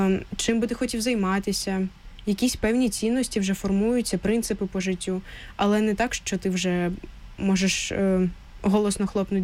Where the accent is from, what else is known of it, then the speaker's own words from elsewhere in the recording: Sloviansk, Donetsk Oblast, Ukraine; Слов'янськ. Угу. Я зі Слов'янська, так.